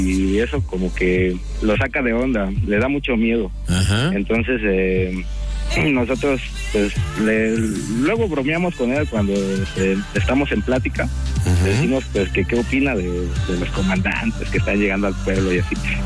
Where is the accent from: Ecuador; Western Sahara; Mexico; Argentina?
Mexico; Chiapas; now in Mitla, Mexico; Soy originario de Chiapas, pero me vine a trabajar acá y conocí unos amigos. Aparte, tengo familia aquí, entonces pues, me gustó el ambiente y ya me quedé.